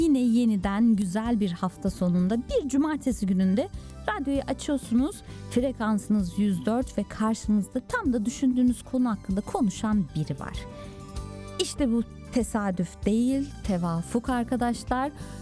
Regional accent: Adana, Turkey; moved away; Adana'mla, memleketimle.

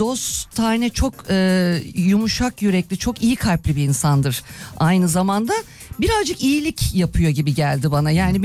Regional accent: Istanbul, Turkey; also born or lived in Ankara; Ankara'da doğdum ama İstanbulluyum diyeceğim. Çünkü 12 yaşımdan beri İstanbul'da yaşıyorum ama doğum yerim Ankara.

